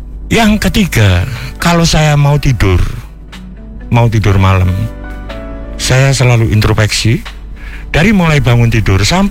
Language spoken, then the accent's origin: Indonesian; Malang, East Java, Indonesia; Itulah saya dari Malang